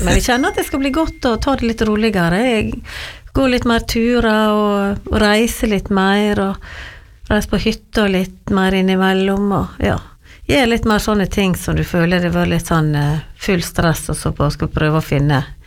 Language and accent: Norwegian; Giske, Møre og Romsdal, Norway; born there; also born or lived in Trondheim